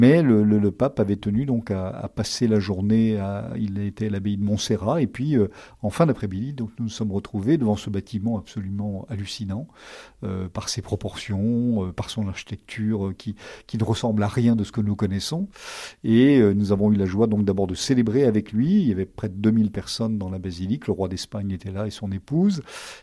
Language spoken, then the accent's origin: French; Perpignan, Occitanie, France; born there; je suis né à Perpignan, donc en Catalogne française.